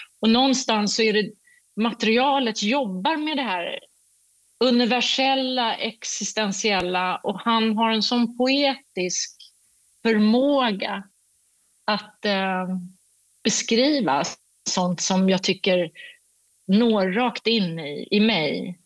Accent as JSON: {"language": "Swedish", "country": "Sweden", "said": "och han är från Kanada och jag är från Sverige"}